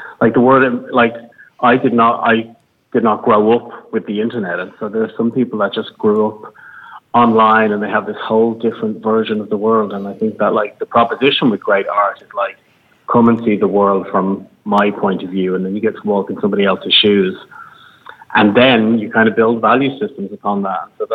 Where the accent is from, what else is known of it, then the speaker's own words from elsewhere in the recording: London, United Kingdom; now in Ireland; I was born in London to Irish parents and raised there, and moved back to Ireland in 1990.